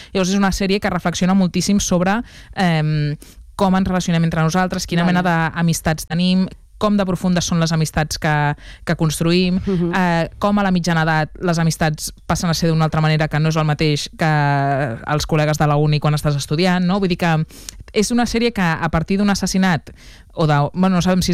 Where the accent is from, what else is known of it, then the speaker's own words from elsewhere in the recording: Catalonia, Spain; nosaltres que som catalans i que tenim una llengua pròpia